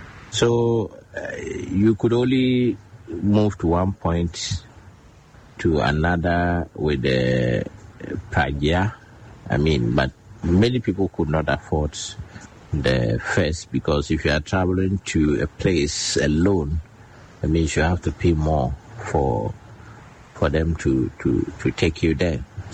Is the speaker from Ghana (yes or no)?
yes; Bawku, Upper East, Ghana; Boku is where I come from. I was born and raised in Boku